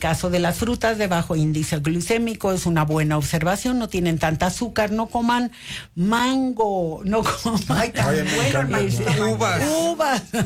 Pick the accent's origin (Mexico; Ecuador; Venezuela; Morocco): Mexico; Tabasco; born or raised there